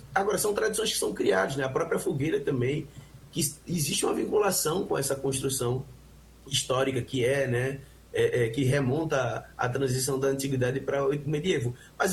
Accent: Northeast Region, Brazil; com essas características tão nossas aqui do Nordeste

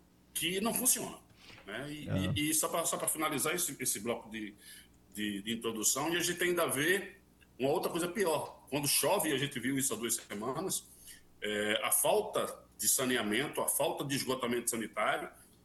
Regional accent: Goiana, Pernambuco, Brazil; na cidade de Goiânia, que é a minha cidade natal.

